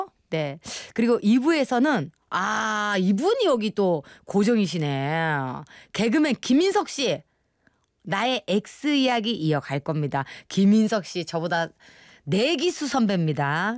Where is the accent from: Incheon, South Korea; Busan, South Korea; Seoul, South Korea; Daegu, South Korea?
Busan, South Korea; 제가 또 부산 교포잖아요